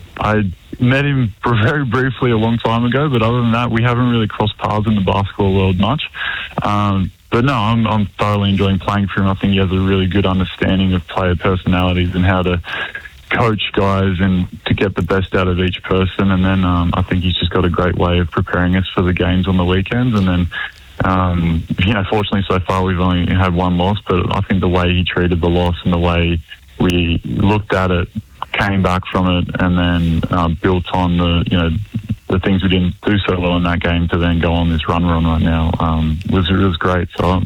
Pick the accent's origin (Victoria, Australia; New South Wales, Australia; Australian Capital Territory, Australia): New South Wales, Australia; Sydney; I'm from Sydney, so the chance to go back and play for Sydney, the team I grew up going to watch when I was a kid, it meant that I was back around family, back around friends.